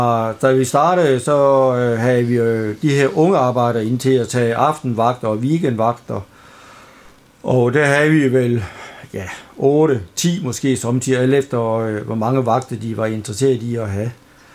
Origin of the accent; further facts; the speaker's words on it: Randers, Central Denmark Region, Denmark; det var i Randers, hvor jeg oprindeligt kommer fra